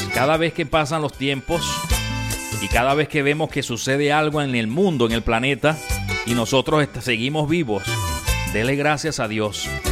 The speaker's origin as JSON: {"language": "Spanish", "country": "Venezuela", "said": "aunque yo soy venezolano"}